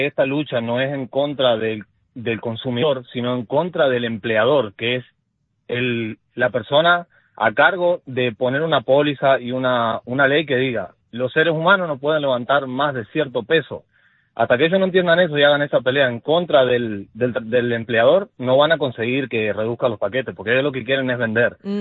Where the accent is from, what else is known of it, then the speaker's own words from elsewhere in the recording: Uruguay; Mira, compadre, yo soy uruguayo.